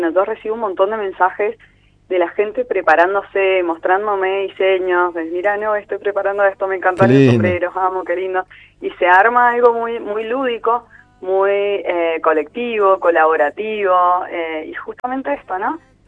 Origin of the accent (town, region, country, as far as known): Mendoza, Argentina